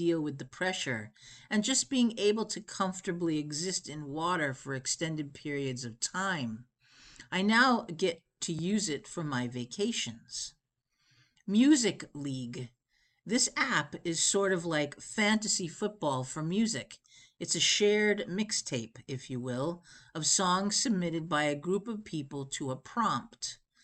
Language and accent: English; United States; Being Korean American, pies did not loom large in our household.